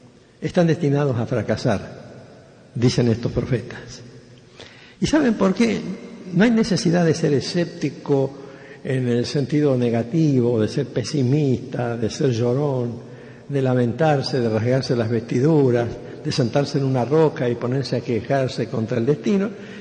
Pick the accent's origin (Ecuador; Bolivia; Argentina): Argentina; Rosario, Santa Fe; nació casi al lado de mi casa, porque yo soy rosarino y yo también, y éramos del mismo barrio.